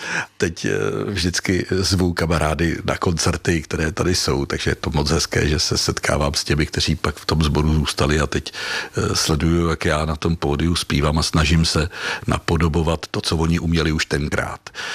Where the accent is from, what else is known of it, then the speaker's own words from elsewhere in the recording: South Bohemian Region, Czechia; moved away as an adult; i když už od 23 let žiju jinde, tak jsem pořád Jihočech tělem a duší